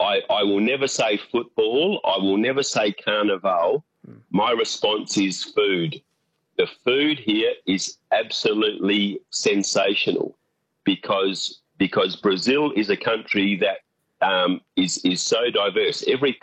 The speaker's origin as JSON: {"language": "English", "region": "Western Australia", "country": "Australia", "said": "I know, I'm a farmer from Western Australia."}